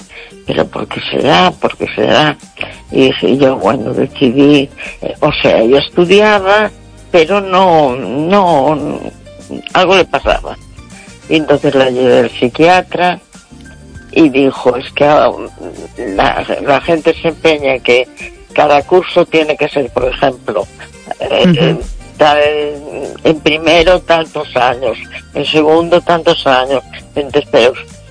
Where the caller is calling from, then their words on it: A Coruña, Galicia, Spain; de La Coruña.